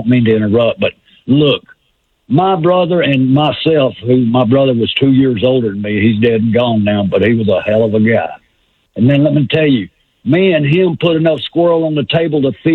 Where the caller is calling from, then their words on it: Corinth, Mississippi, United States; I'm from Corinth, Mississippi, and that's just over the Tennessee line, just down from Shiloh